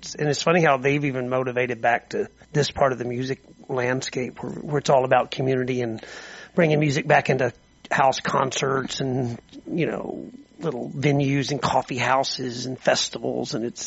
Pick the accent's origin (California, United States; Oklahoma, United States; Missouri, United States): Oklahoma, United States; born there; moved away as an adult; also born or lived in Texas; now in Austin, United States; Yeah, I kind of consider myself from Oklahoma, although I was born in Texas, but I lived in Oklahoma for, you know, about half my life. But I've been in Austin now for about 20 years, so I'm kind of a Texoman, I would say.